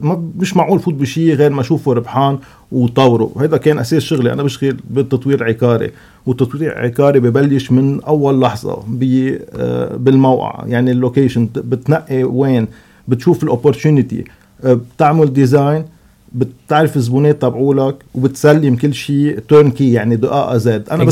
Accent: Lebanon; نحن كلبنانية

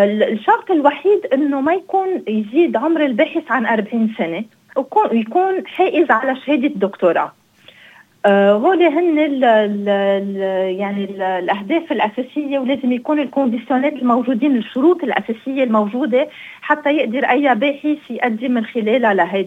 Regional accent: Lebanon; لبنان، بلدنا لبنان.

